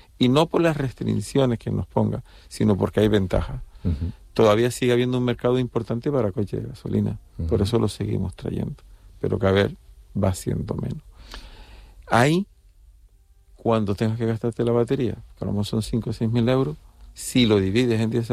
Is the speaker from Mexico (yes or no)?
no; Las Palmas, Canary Islands, Spain; Por ejemplo, Tenerife, aunque yo soy de origen de Las Palmas, uh-huh. pero Tenerife la conozco.